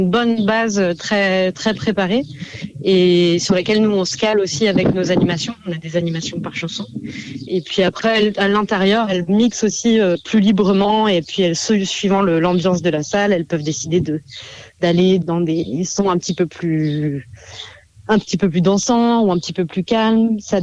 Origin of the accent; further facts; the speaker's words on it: Besançon, Bourgogne-Franche-Comté, France; On vient de Besançon